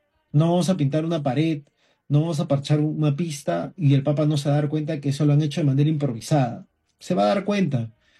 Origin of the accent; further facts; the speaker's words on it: Peru; cómo pensamos los peruanos